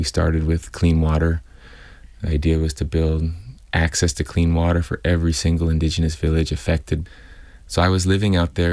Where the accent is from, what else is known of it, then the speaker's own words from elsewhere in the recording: California, United States; I grew up in California, just, 30 minutes drive away from the headquarters of Chevron.